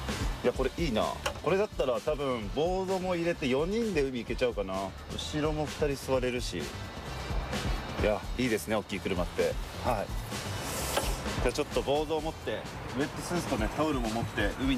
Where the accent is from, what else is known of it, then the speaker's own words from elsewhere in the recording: Kanagawa, Japan; ジープラングラーに乗ってやってきたのは、僕のね、地元湘南エリアになります。